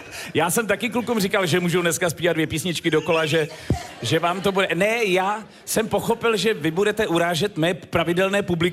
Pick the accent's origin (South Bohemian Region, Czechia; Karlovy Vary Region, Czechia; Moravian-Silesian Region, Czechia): Karlovy Vary Region, Czechia; Sokolov; Ještě, že jsem ze Sokolova.